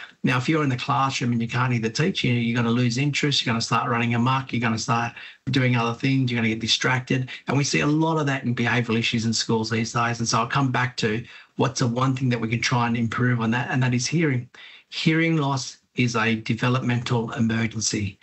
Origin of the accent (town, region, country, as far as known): Australia; born or raised there